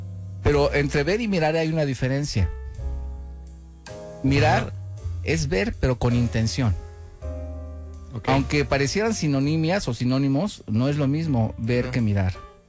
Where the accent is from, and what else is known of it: Mexico